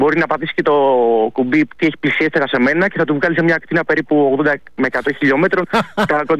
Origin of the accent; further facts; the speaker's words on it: Arta, Epirus, Greece; Καταγωγή μου είναι από Άρτα.